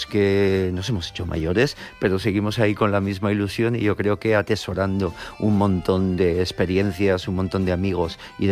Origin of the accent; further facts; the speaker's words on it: Catalonia, Spain; also born or lived in Aragon; somos muchos los aragoneses que nos criamos en Cataluña, que nos consideramos en cierto modo de los dos sitios, ¿no? Siempre digo que uno puede ser de dos lugares.